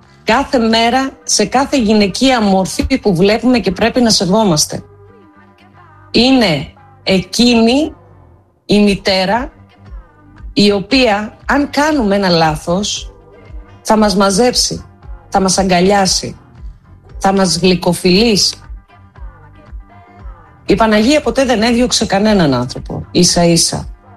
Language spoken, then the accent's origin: Greek; Greece; σαν μια Ελληνίδα μάνα